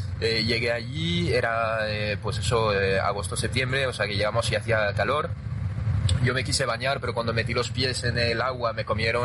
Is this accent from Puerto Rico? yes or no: no; France; Spanish is a second language; now in Spain; yo siendo francés ahora estoy en España y ya sé lo que es cambiar de país, lo que es cambiar de idioma